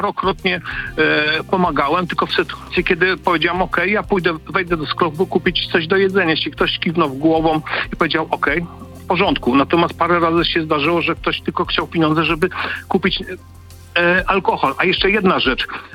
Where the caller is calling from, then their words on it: Denmark; Ja mieszkam w Danii.